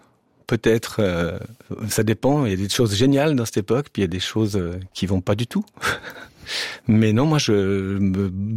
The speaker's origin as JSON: {"language": "French", "country": "Switzerland", "moved": "as an adult", "lives_now": "Toulouse, France", "said": "ça fait donc 20 ans que je suis en France. Je suis un Suisse en France"}